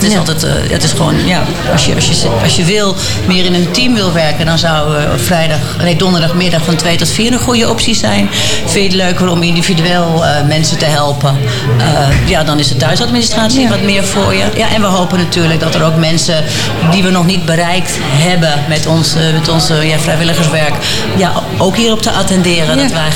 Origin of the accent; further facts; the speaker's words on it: Duivendrecht, North Holland, Netherlands; Ja, en ik kom zelf uit Duivendrecht.